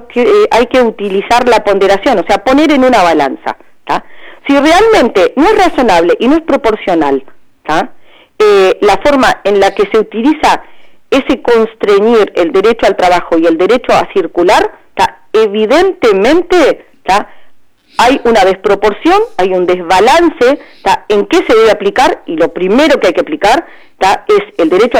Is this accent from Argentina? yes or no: no; Santa Clara de Olimar, Treinta y Tres, Uruguay; born there; Yo nací en Santa Clara de Olimar, es una villa en el departamento de 33, y mi familia tiene un establecimiento agropecuario en un camino vecinal